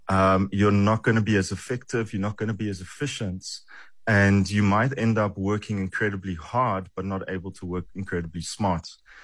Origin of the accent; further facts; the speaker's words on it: South Africa; I have the huge privilege of being a South African psychologist.